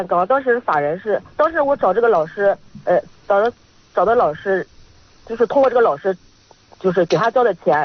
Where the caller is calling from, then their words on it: Yuncheng, Shanxi, China; 咱山西运城的。